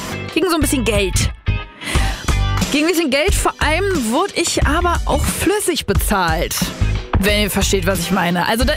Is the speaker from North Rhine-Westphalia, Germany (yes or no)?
yes; Leichlingen, North Rhine-Westphalia, Germany; lang auf dem Stadtfest in Leichlingen, meiner Heimat, als Kellnerin gearbeitet.